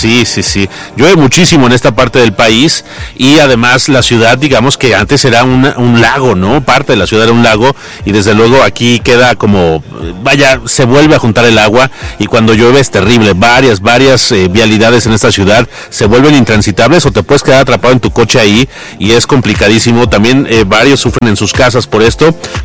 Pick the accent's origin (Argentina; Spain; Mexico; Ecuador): Mexico; Y darlo todo, como bien dices, como mexicanos.